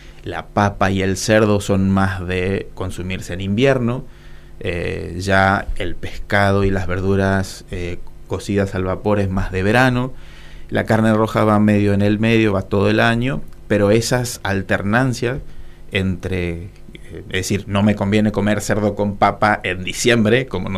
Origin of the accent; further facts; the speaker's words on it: Corrientes, Argentina; de donde yo vengo, pues yo soy del interior de Corrientes, había taekwondo, entonces hice un tiempo taekwondo. Después, cuando me fui a Corrientes, comencé a hacer kung fu.